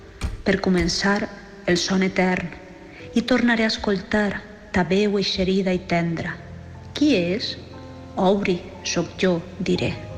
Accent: Xàtiva, Valencian Community, Spain; first language Catalan; moved away as an adult; now in Madrid, Spain; Soc de Xàtiva, la costera, i soc una professora que escriu. Faig classe a un institut a Madrid on visc des de fa més de 20 anys.

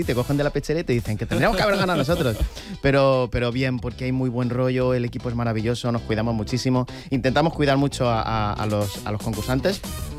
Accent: Villena, Valencian Community, Spain; Pues ahora es que mi pueblo, Villena, participó. Yo soy de Villena.

